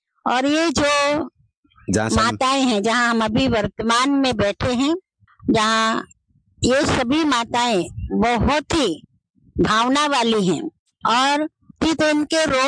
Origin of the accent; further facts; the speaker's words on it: Lucknow, Uttar Pradesh, India; moved away as an adult; now in Rajasthan, India; मैं हमारा native place है लखनऊ, और जब से मैं ब्रह्मा कुमारी रूप में समर्पित हुई हूँ तब से मैं राजस्थान में ही हूँ। आज मुझे 36 साल पूरे होने को आए, 37वां साल लगा है